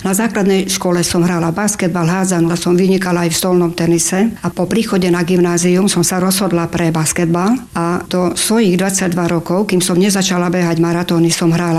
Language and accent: Slovak; Perín, Košice Region, Slovakia; now in Košice, Slovakia; ja pochádzam z Perína, je to dedinka, ktorá susedí so Seňou.